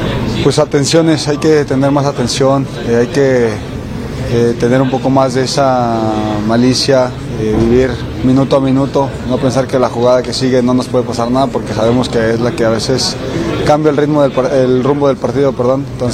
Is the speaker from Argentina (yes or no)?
no; Mexico; somos mexicanos